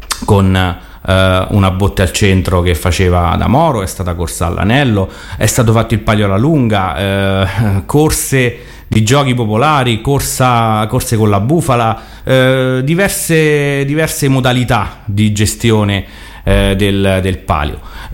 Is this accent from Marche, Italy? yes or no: yes; Ascoli Piceno, Marche, Italy